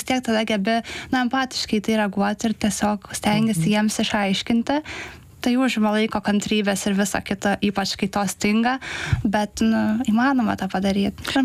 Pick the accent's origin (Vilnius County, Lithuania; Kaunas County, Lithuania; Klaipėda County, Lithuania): Kaunas County, Lithuania; Kaunas; aš irgi augau Kaune, bet baigiau Saulės gimnaziją.